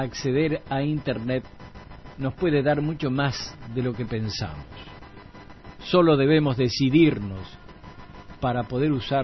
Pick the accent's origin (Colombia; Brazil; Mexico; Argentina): Argentina